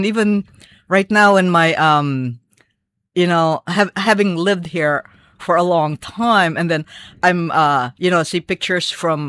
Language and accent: English; Philippines; born there; Yes, I was born in the Philippines.